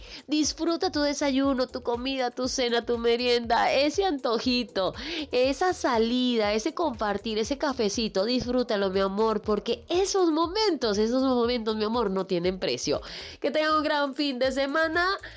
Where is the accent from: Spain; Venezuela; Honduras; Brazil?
Venezuela; now in Mexico; la venezolana más mexicana.